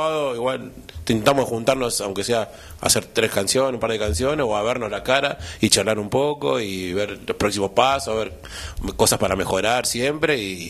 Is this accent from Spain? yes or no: no; San Fernando, Buenos Aires Province, Argentina; yo soy de San Fernando y ensayamos en Olivos.